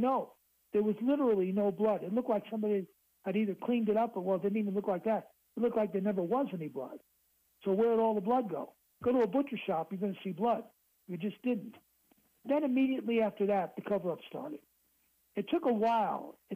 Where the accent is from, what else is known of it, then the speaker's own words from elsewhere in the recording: New York City, New York, United States; I lived in Flushing for many years, so I took my kids. I am a native New Yorker. I was born in Queens.